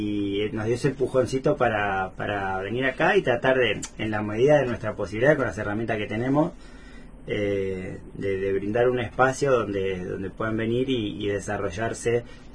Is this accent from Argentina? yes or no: yes; Avellaneda, Buenos Aires Province, Argentina; moved away as an adult; also born or lived in Quilmes, Argentina / San Telmo, Buenos Aires, Argentina; Bueno, yo nací en Quilmes, que me río porque mis amigos cuando escuchan se enojan. Me crié en Wilde, que es Avellaneda, y bueno, terminé viviendo en Capital Federal, en San Telmo